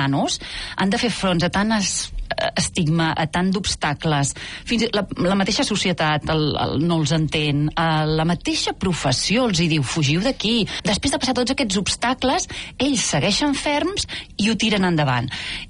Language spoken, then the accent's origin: Catalan; Torroella de Fluvià, Catalonia, Spain; born there; Jo vaig néixer a Torroella Fluvià, que és un poblet de l'Alt Empordà, en un veïnat molt petit que es diu Sant Tomàs de Fluvià